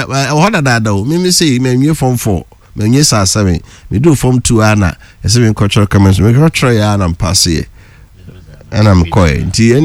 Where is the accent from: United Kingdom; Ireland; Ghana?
Ghana; Bantama, Bono; I'm okay from Bantama in the Sunny West District.